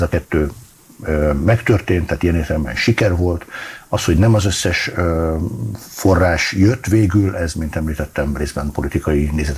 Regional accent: Veszprém, Veszprém County, Hungary; szülővárosom révén a Pannon Egyetem vagyona gyarapodott.

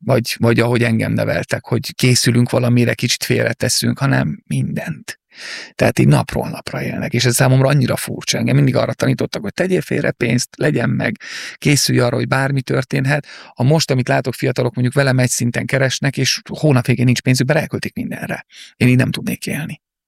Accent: Hungary; also born or lived in Moscow, Russia; ugye én egy örmény származású fiatalember vagyok, most már nem vagyok fiatalember. Én Moszkvába születtem, ugye a Szovjetunióban, szüleim így jöttek Magyarországra, itt kaptak egy munkalehetőséget

